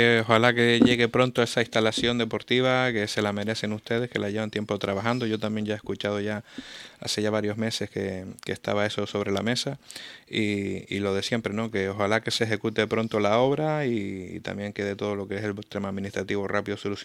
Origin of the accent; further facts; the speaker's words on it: Teror, Canary Islands, Spain; Yo creo que para la gente que es de Teror, como yo soy de Teror, es un orgullo